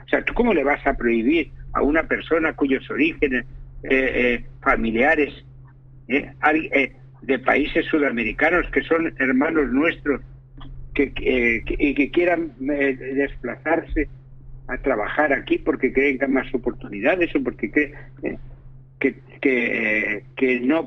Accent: Tarragona, Catalonia, Spain; born there; now in Almería, Spain; Yo nací en Tarragona, yo soy catalán, pero yo no puedo votar en Cataluña, yo no puedo votar por mi ciudad, ni puedo votar en las autonómicas catalanas.

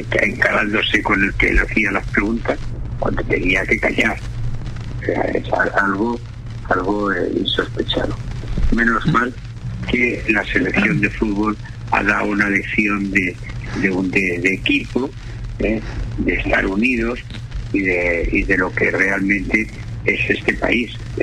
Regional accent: Tarragona, Catalonia, Spain; born there; yo que nací en la Imperial Tarraco, que fue la primera capital de Roma, de la Hispania

